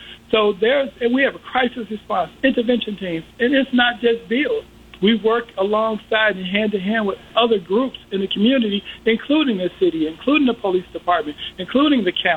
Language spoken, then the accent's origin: English; Chicago, Illinois, United States; I grew up on the West Side. I grew up in Austin. My family moved there in 1970 when I was one.